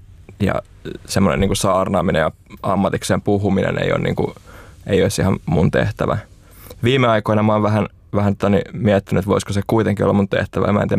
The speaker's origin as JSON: {"language": "Finnish", "town": "Espoo", "region": "Uusimaa", "country": "Finland", "tie": "born or raised there", "said": "Mä oon Espoosta kotoisin ja kasvanut semmoisessa perheessä, jossa oli isä, äiti ja mulla on 4 pikkuveljeä."}